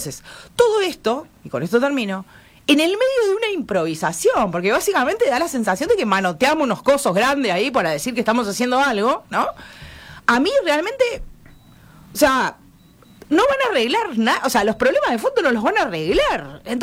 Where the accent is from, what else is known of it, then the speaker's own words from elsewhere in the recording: Uruguay; Problemas que nosotros nos negamos como uruguayos a ver porque seguimos insistiendo en la excepcionalidad